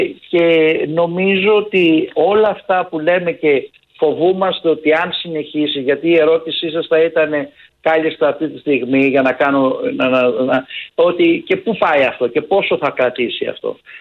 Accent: Greece; Εμείς ως Έλληνες είμαστε λίγο τυχεροί.

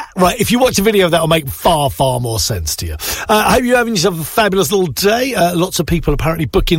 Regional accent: United Kingdom; If you are going on holiday as a Brit, apparently you're supposed to take with you, because a high percentage of us do, tea bags.

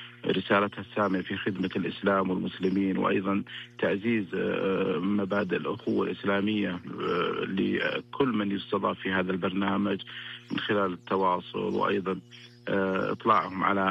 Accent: Saudi Arabia; وحقيقة نفخر نحن كمواطنين سعوديين بما تقدم قيادتنا الرشيدة

